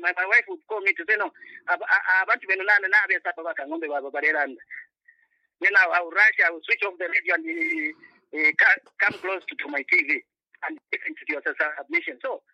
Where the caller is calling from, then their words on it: Lusaka, Lusaka Province, Zambia; you are talking to … here in Lusaka, Kabarana, Manchola.